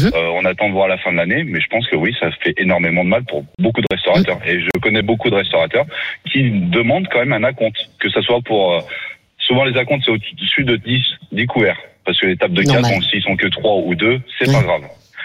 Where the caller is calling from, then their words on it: Vienne, Auvergne-Rhône-Alpes, France; J'habite sur Vienne, mais je travaille sur Lyon, moi.